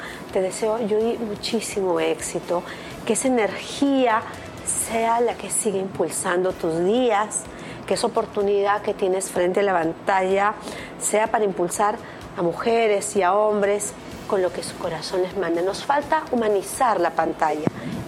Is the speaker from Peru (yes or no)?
yes; Peru; Yo soy arequipuneña porque le debo muchísimo a Arequipa y a Puno.